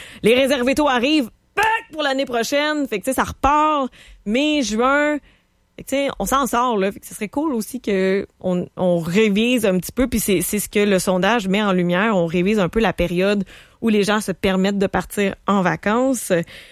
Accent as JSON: {"language": "French", "area": "Charlevoix", "region": "Quebec", "country": "Canada", "tie": "born or raised there", "moved": "yes", "lives_now": "Quebec City, Canada", "said": "Mais c'est effectivement Charlevoix, mon patelin, une des destinations principales des vacanciers qui vont rester au Québec."}